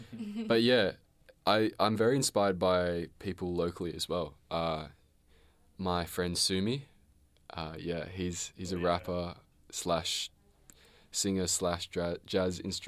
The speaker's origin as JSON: {"language": "English", "town": "Point Lonsdale", "region": "Victoria", "country": "Australia", "tie": "born or raised there", "said": "because I grew up in Point Lonsdale, and so I have a lot of songs that have that sort of beach feel"}